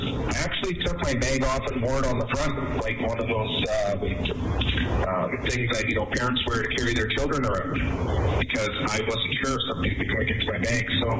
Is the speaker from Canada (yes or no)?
yes; Calgary, Alberta, Canada; Hey, Ms. Dar, I'm from Calgary.